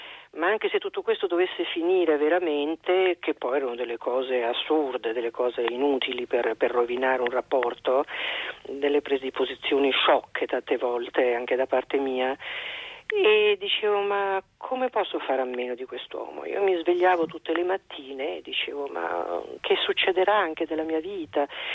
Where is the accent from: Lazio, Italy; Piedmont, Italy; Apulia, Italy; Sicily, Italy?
Apulia, Italy; eravamo meridionali tutte e due, lui calabrese, io pugliese